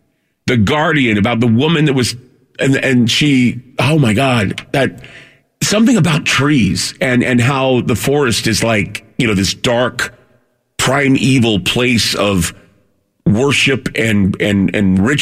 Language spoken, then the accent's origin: English; Utah, United States; There was a tree when I grew up in Utah, there was a tree where it was on this street